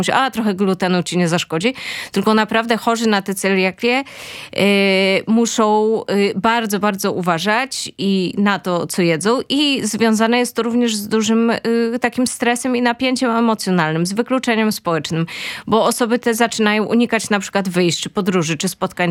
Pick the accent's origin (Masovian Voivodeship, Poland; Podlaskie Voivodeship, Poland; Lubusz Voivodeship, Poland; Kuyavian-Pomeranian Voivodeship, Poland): Kuyavian-Pomeranian Voivodeship, Poland; Toruń; i ja pochodzę z Torunia